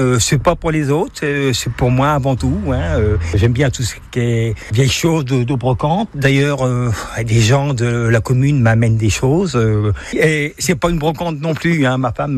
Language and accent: French; Centre-Val de Loire, France; Ça a été un rêve d'enfant. Je suis du Loir-et-Cher. Et en fait, tout petit, je ne savais dessiner que des chalets.